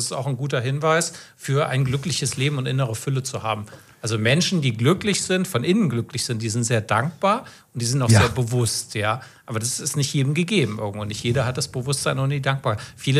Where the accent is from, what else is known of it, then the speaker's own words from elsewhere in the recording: Kassel, Hesse, Germany; Ich bin gebürtig aus Kassel